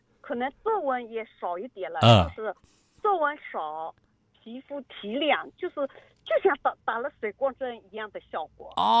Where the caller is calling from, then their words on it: Changshu, Jiangsu, China; 我是苏州常熟。